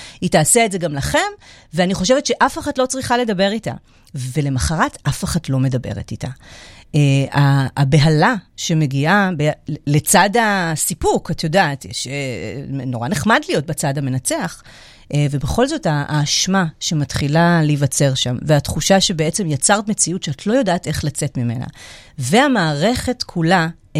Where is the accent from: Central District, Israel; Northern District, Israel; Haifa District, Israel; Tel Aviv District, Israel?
Central District, Israel; Netanya; אני גדלתי בשנות ה-90. איפה גדל? בנתניה.